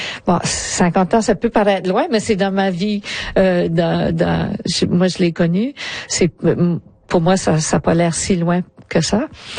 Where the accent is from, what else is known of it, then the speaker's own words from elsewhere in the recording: Lille, Hauts-de-France, France; Ouais, ça représente un peu mon enfance à Lille.